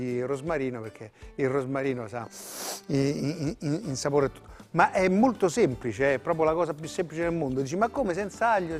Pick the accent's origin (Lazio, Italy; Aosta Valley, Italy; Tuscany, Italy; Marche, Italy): Lazio, Italy; Rome; Però insomma io dico sempre che sono un romano di Roma, perché sono nato a Roma e mi piace l'idea di poter rappresentare questa romanità.